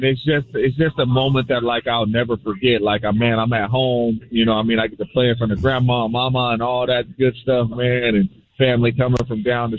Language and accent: English; San Jose, California, United States; I'm a Bay Area kid. I went to San Jose State. I grew up in San Jose. I grew up a Raiders fan and all that good stuff, man.